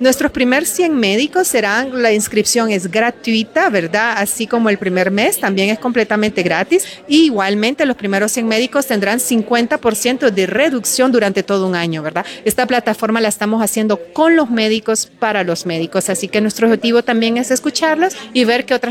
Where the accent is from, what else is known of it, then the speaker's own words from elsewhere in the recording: Choluteca, Honduras; como hondureña y vengo de Choluteca